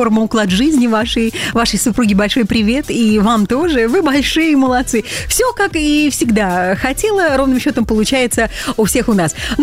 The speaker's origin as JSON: {"language": "Russian", "country": "Belarus", "said": "мы с вами, белорусы, вчера действительно пережили самый жаркий день за всю историю метеонаблюдений"}